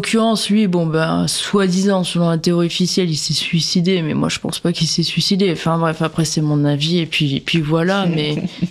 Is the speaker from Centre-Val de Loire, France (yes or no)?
no; Hauts-de-France, France; Ouais, j'aime bien la bière, je viens du Nord, j'aime bien tout ce qui est houblonné et tout